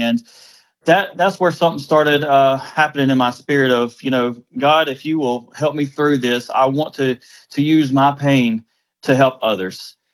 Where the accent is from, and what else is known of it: Dothan, Alabama, United States; born or raised there